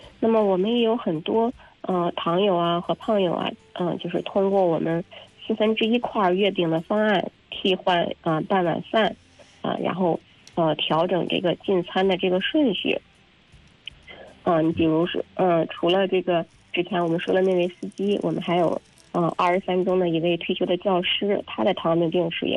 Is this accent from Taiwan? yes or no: no; China; 我们中国人民